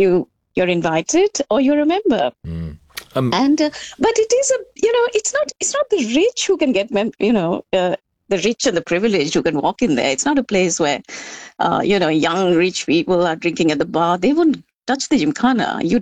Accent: Delhi, India; I mean, like you said, I grew up in Delhi.

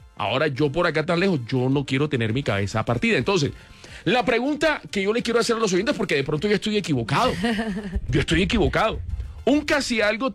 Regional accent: Barranquilla, Atlántico, Colombia; now in Bogotá, Colombia; Yo cuando me vine de Barranquilla...

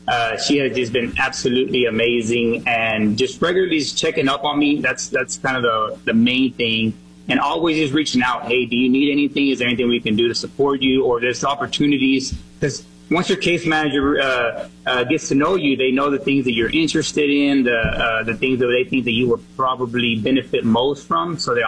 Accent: Fort Worth, Texas, United States; At the age of two, I ended up, we moved to Texas, and I was raised there in Fort Worth.

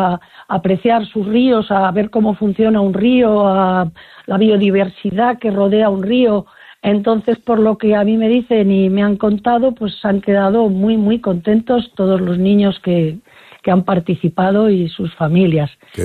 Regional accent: Soria, Castile and León, Spain; aunque los sorianos siempre somos acogedores

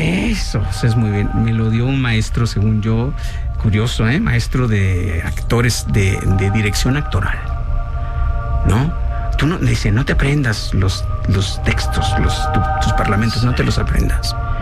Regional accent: Colima, Mexico; viven en Colima, sí, yo soy de Colima.

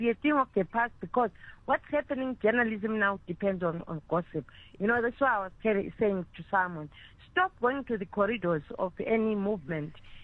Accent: South Africa; I'll talk about South Africa because I'm a South African.

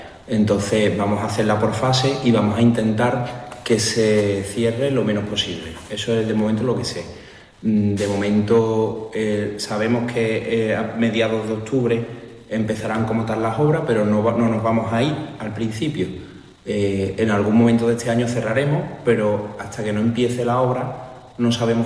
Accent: La Rinconada, Andalusia, Spain; also born or lived in Seville / Castillo de las Guardas; Yo tengo 35 años y, bueno, yo soy de San José de la Rinconada, aunque mi familia toda es de la Macarena, de la calle Feria, y yo nací en la calle San Luis.

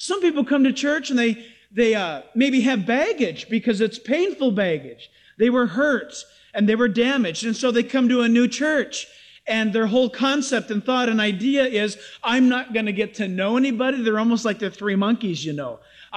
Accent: San Diego, California, United States; also born or lived in Orange County, United States; growing up in San Diego and then in Orange County.

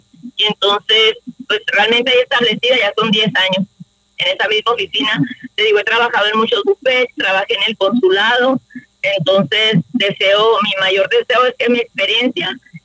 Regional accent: Ciudad Juárez, Chihuahua, Mexico; moved away as an adult; now in El Paso, United States; soy de Juárez, soy del Paso. Y siempre les he dicho, nadie sabe cómo se trabaja una frontera más los que vivimos en ella.

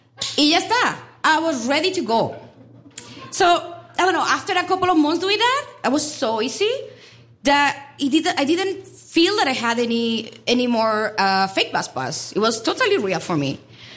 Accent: Spain; English is a second language

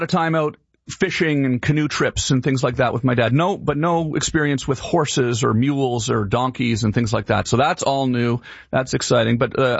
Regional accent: Ottawa, Ontario, Canada; also born or lived in Los Angeles, United States; I want to move home to Canada. This is, you know, I've been in LA for a long time, and I grew up in Ottawa, and my parents are there, and I want to be closer to them

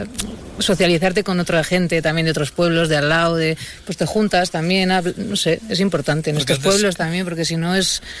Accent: Pamplona, Navarre, Spain; now in Villanueva, Spain; Bueno, yo soy de Pamplona, pero vivo en Villanueva.

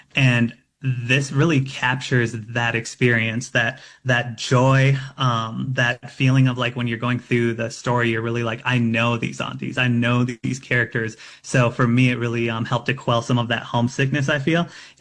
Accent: Red Lake Indian Reservation, Minnesota, United States; now in Denver, United States; Like, I live in Denver, but I'm from the Red Lake Indian Reservation in northern Minnesota.

